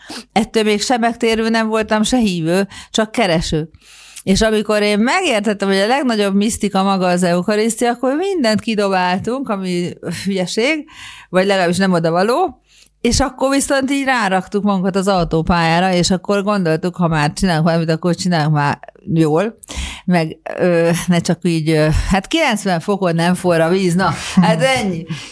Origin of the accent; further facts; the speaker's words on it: Budapest, Hungary; also born or lived in Africa; én a Népköztársaság útján most András út nőttem föl, 5 percre a bazilikától